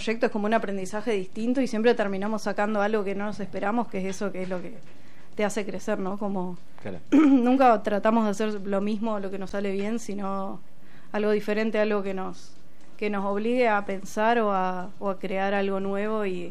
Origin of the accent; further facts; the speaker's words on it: Tres Arroyos, Buenos Aires Province, Argentina; now in La Plata, Argentina; Yo soy de Tres Arroyos, un pueblo de provincia de Buenos Aires. Mi familia tiene una productora allá